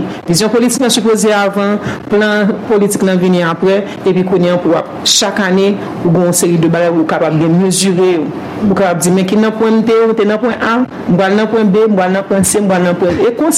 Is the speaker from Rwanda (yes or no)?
no; Haiti; moved away as an adult; also born or lived in Japan / Senegal; Je connais que je suis une femme, et je suis un haïtien, et je suis fier de ce que je suis haïtien.